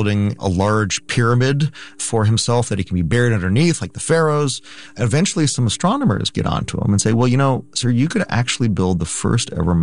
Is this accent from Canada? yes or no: yes; Canada; I grew up in Canada, and I really always enjoyed just going out in the winter nights and looking up at the stars.